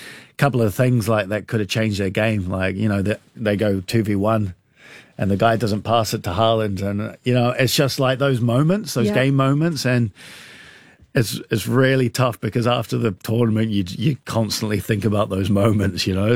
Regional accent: New Zealand; born or raised there

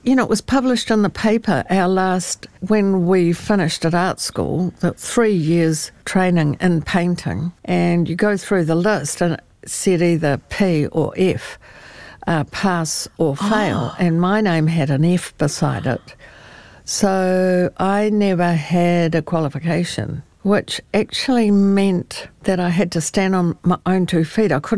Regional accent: Greymouth, West Coast, New Zealand; I grew up in Greymouth in the 50s, and I was a precocious kid.

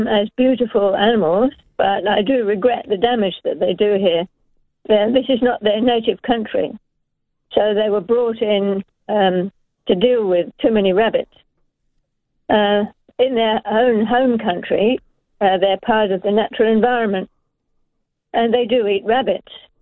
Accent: England, United Kingdom; moved away as an adult; now in New Zealand; I'm English myself.

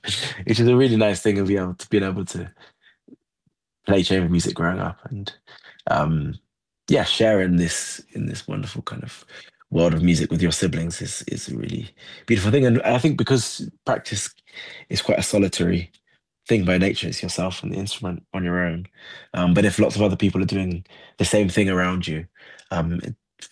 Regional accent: Nottingham, East Midlands, United Kingdom; now in London, United Kingdom; I now live in South London, but I grew up in Nottingham.

